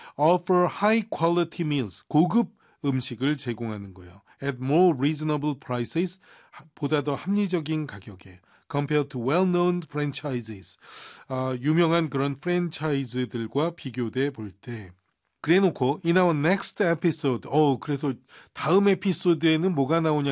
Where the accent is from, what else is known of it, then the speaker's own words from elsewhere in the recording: Seoul, South Korea; born there; 저는 서울 태생입니다.